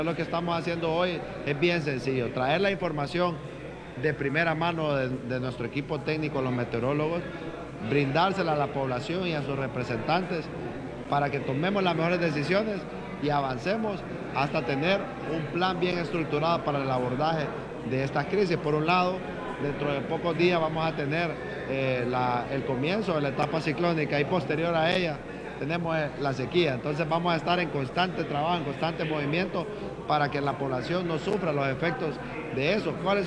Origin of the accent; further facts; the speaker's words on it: Honduras; como los hondureños lo sabemos hacer